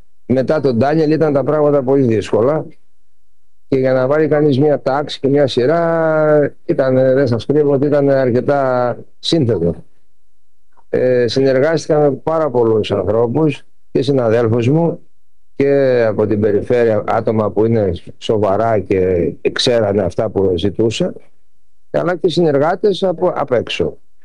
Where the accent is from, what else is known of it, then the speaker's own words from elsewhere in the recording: Patras, Western Greece, Greece; moved away as an adult; now in Larissa, Greece; χαίρομαι πολύ που είμαι στην πατρίδα μου, εδώ. Έχω φύγει 41 χρόνια